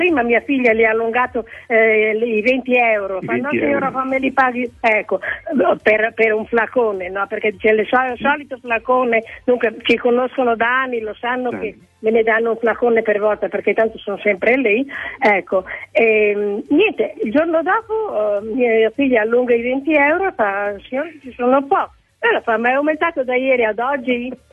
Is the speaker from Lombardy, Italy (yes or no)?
yes; Mantua, Lombardy, Italy; Sono di Mantova, della zona di Valdaro.